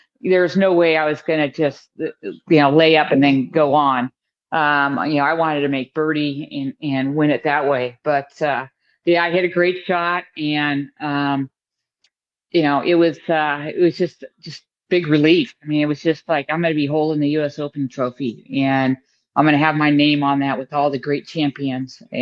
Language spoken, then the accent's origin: English; United States; as an American